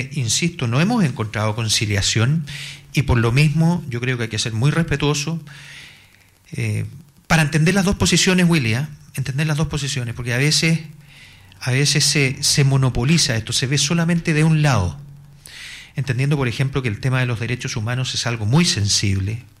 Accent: Chile

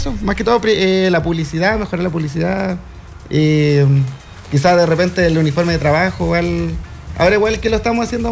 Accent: Arica, Arica y Parinacota, Chile; moved away; ¿Eres de Arica? Me dicen. Yo, sí

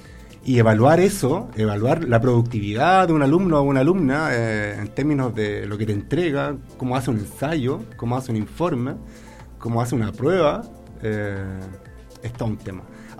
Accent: Chile

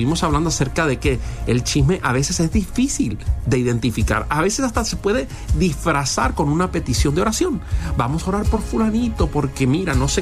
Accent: Argentina

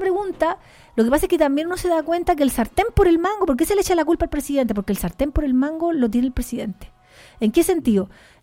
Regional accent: Chile

